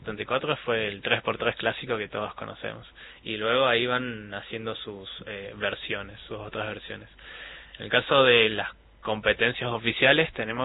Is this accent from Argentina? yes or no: yes; El Dorado, Misiones, Argentina; soy de la Ciudad del Dorado